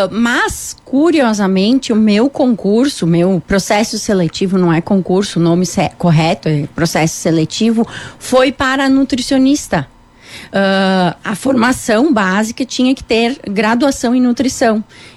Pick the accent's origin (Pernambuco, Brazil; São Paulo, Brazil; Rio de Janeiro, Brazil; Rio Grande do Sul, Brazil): Rio Grande do Sul, Brazil; Encantado; also born or lived in Porto Alegre / Vacaria; sou natural de Encantado. Eu nasci aqui, fiquei morando até um ano antes de me formar, daí fiquei um tempo, um ano em Porto Alegre, fazendo estágio. Voltei para Encantado